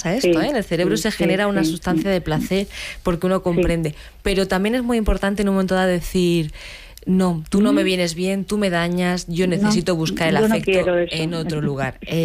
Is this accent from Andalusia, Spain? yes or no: no; Águilas, Region of Murcia, Spain; born there; Bueno, yo soy nacida en Águilas